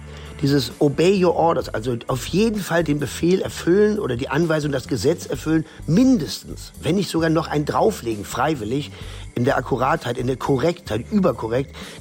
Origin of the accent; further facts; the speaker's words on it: North Rhine-Westphalia, Germany; born there; moved away; Die Enge des Ruhrgebiets, die ich früh verlassen habe, weil mir da alles zu klein war und immer das Gleiche